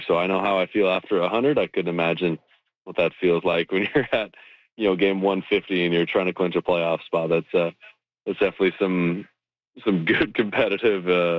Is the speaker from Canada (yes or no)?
yes; Canada; I've been a diehard Jays fan my whole life growing up in Canada.